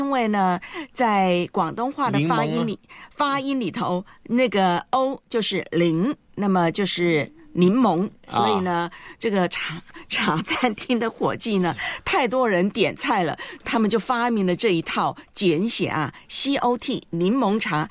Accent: Taiwan; moved away; 我的家乡高山乌龙茶

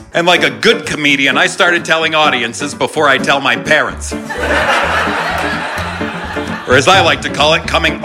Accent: New England, United States; I grew up in New England and I loved to draw.

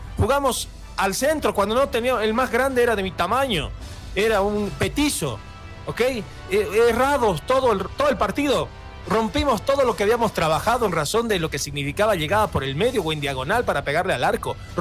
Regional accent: Bolivia; Como boliviano, sí, ustedes saben que sí, como boliviano, claro.

